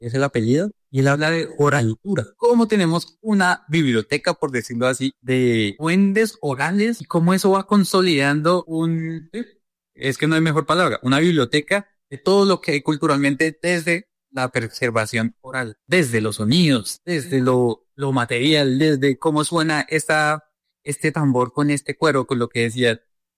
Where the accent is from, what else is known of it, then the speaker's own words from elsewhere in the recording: Bogotá, Colombia; Yo soy colombiano, pero soy de Bogotá.